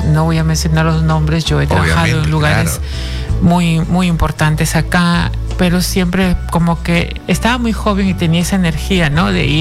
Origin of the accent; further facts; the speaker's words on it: Peru; yo soy peruana